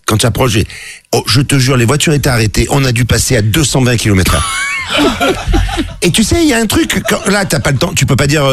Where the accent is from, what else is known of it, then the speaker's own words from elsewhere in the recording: Marseille, Provence-Alpes-Côte d'Azur, France; je suis Marseillais